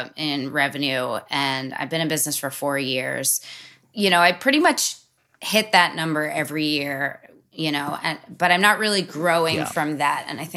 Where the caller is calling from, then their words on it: Indio, California, United States; I'm calling from Indio, California